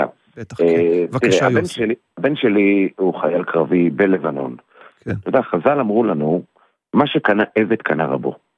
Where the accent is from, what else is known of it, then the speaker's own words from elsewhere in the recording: Central District, Israel; אני מהמרכז.